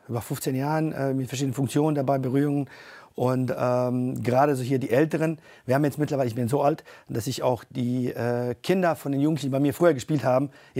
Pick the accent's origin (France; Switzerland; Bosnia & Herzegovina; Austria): Bosnia & Herzegovina; ich komme ursprünglich aus Bosnien.